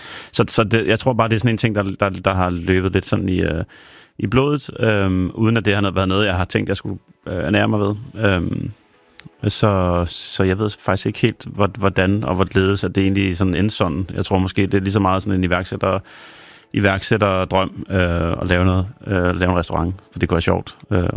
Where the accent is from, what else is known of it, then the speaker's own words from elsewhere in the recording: Rønne, Capital Region of Denmark, Denmark; born there; Det er i Rønne, ja.